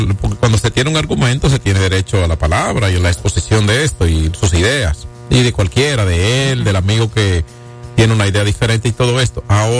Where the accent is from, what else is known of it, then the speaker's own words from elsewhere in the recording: Dominican Republic; en mi país, este país mío, no mío solo, pero mío